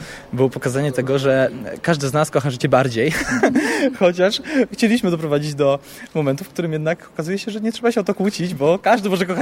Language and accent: Polish; Łódź, Łódź Voivodeship, Poland; Ja mieszkam w Łodzi, jestem absolwentem Akademii Muzycznej w Łodzi na kierunku musical.